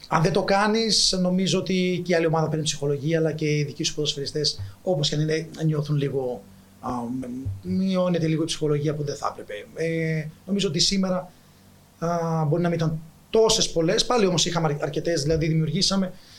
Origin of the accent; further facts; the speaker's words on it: Northern Greece, Greece; αν και εγώ είμαι από την Βόρεια Ελλάδα